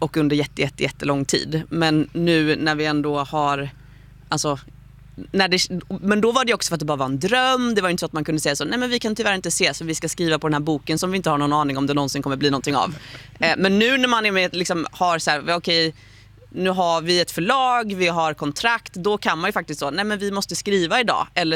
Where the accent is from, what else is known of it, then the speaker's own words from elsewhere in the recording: Skåne, Sweden; now in Sexdrega, Sweden; Ingen av oss är uppvuxen här. Jag är från Skåne